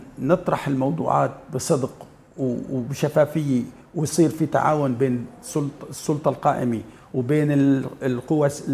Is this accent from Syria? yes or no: yes; Syria; أنه في تدخل نحن ما لنا كسوريين، بقصد ما لنا عايشين بالفراغ